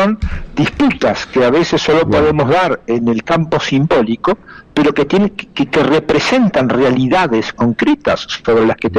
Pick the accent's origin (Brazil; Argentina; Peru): Argentina